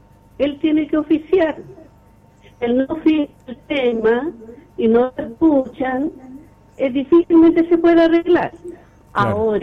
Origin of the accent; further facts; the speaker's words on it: Chile; somos todos chilenos